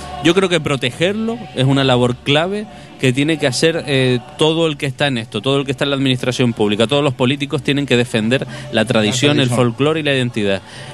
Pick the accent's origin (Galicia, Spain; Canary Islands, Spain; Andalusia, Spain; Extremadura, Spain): Canary Islands, Spain